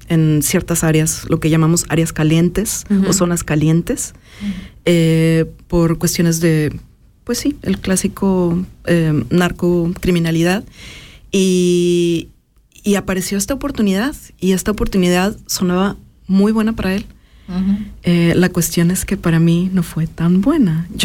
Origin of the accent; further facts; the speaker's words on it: northern Mexico, Mexico; moved away as an adult; also born or lived in United States; now in Europe; Soy mexicana, soy de la frontera norte de México, frontera con Texas, una frontera que para las personas de Latinoamérica es también la frontera entre el sur global y el norte. Es una frontera bastante compleja